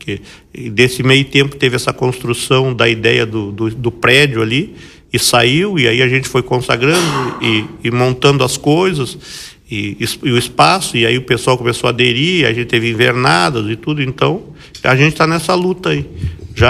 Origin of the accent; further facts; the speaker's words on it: Pelotas, Rio Grande do Sul, Brazil; now in Rio Grande, Brazil; Eu mesmo, eu sou da cidade vizinha, né? Sou de Pelotas, estou aqui, né? Mas assim, a minha raiz é de lá. Eu aprendi, nasci, me criei lá. Então a minha identidade é de lá. Defendo aqui porque, claro, já estou aqui há mais de 40 anos